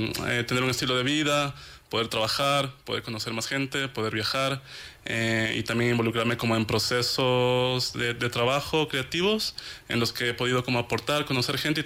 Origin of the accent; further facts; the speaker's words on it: Quito, Pichincha, Ecuador; also born or lived in Loja, Ecuador; nací yo en la ciudad de Loja, crecí acá en Quito y pues estamos rodeados de montañas todo el tiempo